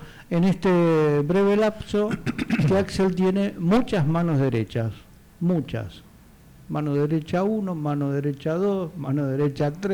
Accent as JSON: {"language": "Spanish", "town": "Claypole", "region": "Buenos Aires Province", "country": "Argentina", "said": "Yo soy argentino, Claypole."}